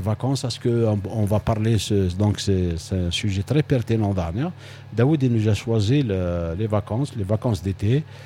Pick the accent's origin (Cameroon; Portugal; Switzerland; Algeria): Algeria; now in France; nous, les Algériens